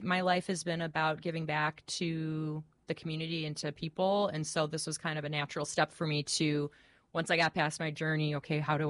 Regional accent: Minnesota, United States; moved away as an adult; also born or lived in Cleveland, Ohio; now in Oxnard, United States; So I was born in Cleveland, Ohio, and grew up in Minnesota, just south of Minneapolis, lived there most of my life, and moved here to, I live in Oxnard and have lived here for 21 years.

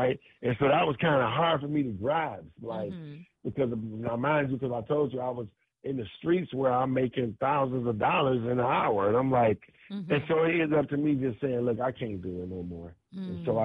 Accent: Detroit, Michigan, United States; now in Los Angeles, United States; In Detroit, Michigan. I grew up in Detroit

